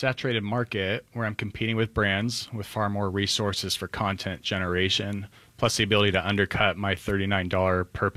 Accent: California, United States; I'm from Orange County, California.

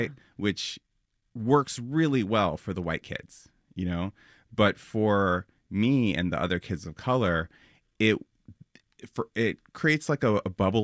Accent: New York, United States; I mean, I grew up on West 4th and Charles just down the street. Washington Square Park immediately became my like everyday hangout.

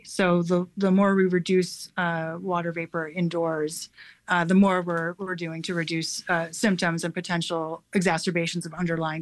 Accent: Milwaukee, Wisconsin, United States; I'm from Milwaukee myself

